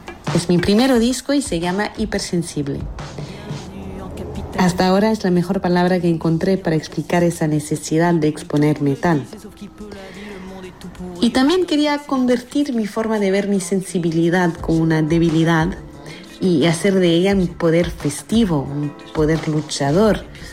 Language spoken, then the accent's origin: Spanish; Paris, Île-de-France, France; Crecí en París